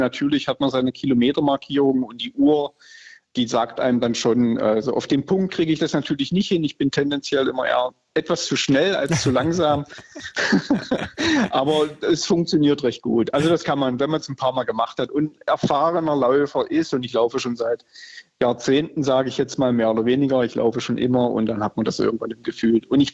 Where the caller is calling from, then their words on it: Stuttgart, Baden-Württemberg, Germany; Ich komme aus Stuttgart. Ich lebe in Stuttgart, ja.